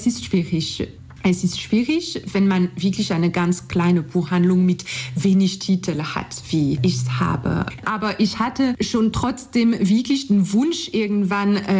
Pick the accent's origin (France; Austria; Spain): France; German is a second language; moved away as an adult; now in Leipzig, Germany; ich komme aus Frankreich, wie man es hört. Ich bin 34 Jahre alt, seit 2012 lebe ich in Leipzig, seit 2009 in Deutschland.